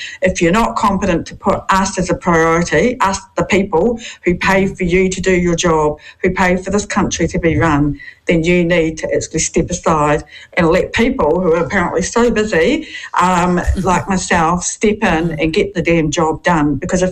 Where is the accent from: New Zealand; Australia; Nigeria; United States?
New Zealand; I'm just a Kiwi girl